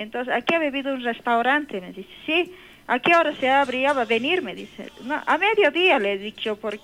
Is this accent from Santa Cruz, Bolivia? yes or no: no; Oruro, Bolivia; born there; Yo, orureña